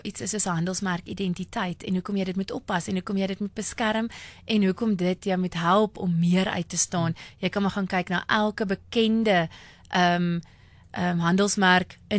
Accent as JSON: {"language": "Afrikaans", "town": "Pretoria", "region": "Gauteng", "country": "South Africa", "said": "ek is nou van Pretoria"}